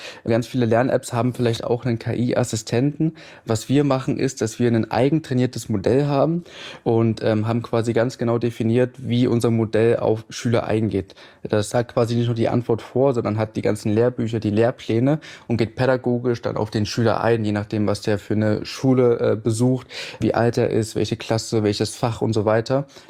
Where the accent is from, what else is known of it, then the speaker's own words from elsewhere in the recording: Halle, Saxony-Anhalt, Germany; moved away; also born or lived in near Wiesbaden; Ich bin 21 Jahre jung, hatte vorgestern Geburtstag und komme aus der Nähe von Wiesbaden, aufgewachsen in Halle an der Saale